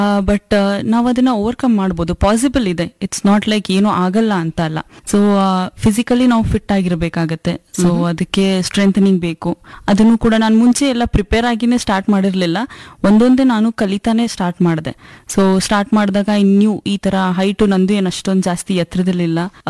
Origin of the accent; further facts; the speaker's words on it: Hubli, Karnataka, India; moved away; ನಾನು ಹುಬ್ಬಳ್ಳಿಯಿಂದ ಬಂದಿದ್ದೀನಿ. ನಾನು ಹುಟ್ಟಿ ಬೆಳೆದಿದ್ದೆಲ್ಲ ಹುಬ್ಬಳ್ಳಿಯಲ್ಲಿನೇ. ನಂದು ಎಜುಕೇಶನ್ ಕೂಡ ಹುಬ್ಳಿಯಲ್ಲೇ ಆಗಿದೆ. ಪಿವಿ ಕಾಲೇಜಿಂದ ಓದಿದ್ದೀನಿ, ಇಂಜಿನಿಯರಿಂಗ್ ಮಾಡಿದ್ದೀನಿ.